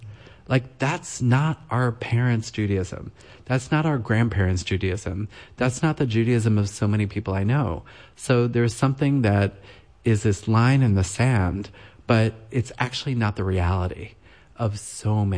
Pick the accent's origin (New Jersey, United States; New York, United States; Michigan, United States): New York, United States; Brooklyn